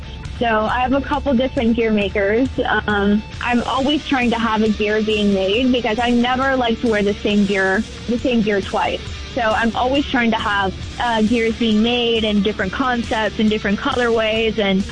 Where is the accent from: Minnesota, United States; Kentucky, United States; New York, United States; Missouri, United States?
Minnesota, United States; Minneapolis; It's my hometown.